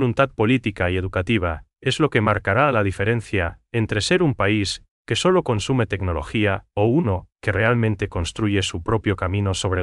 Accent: Paraguay; lo que nos hace únicos como paraguayos

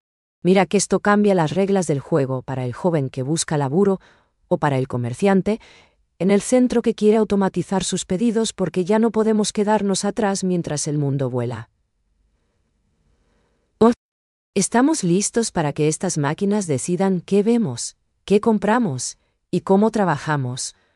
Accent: Paraguay; nos identifica como paraguayos.

